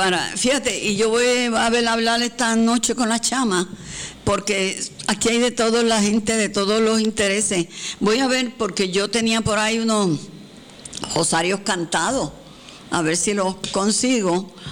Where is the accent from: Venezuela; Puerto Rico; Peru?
Puerto Rico; Nada, pero vamos a seguir juntos como buenos puertorriqueños.